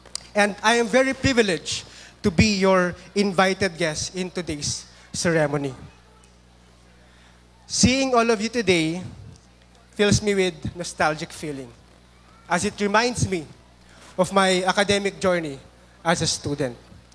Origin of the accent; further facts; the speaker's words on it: Santo Tomas, Cagayan Valley, Philippines; born there; ako po ay pinanganak sa Santo Tomas Isabela po. So Ilocano po ako.